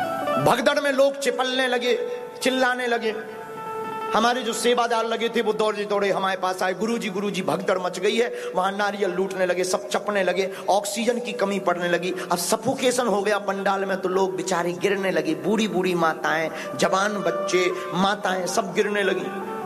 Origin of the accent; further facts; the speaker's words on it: Chhatarpur district, Madhya Pradesh, India; मध्य प्रदेश में जहां हमारा जिला है उस जिले का नाम छतरपुर है।